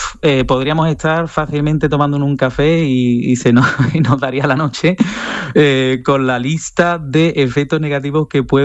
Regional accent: Sanlúcar de Barrameda, Andalusia, Spain; nos vamos a Jerez de la Frontera o a Sanlúcar, de donde soy yo

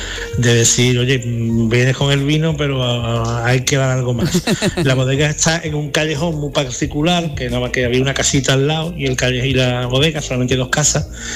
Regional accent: San Fernando, Andalusia, Spain

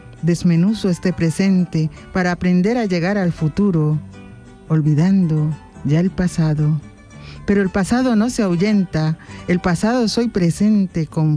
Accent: Colombia; now in Granada, Spain; a mi Colombia yo no olvido

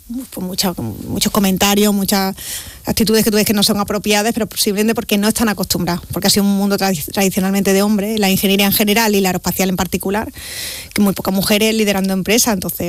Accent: Andalusia, Spain; Es decir, no, esto es solo nuestro. Nosotros somos andaluces.

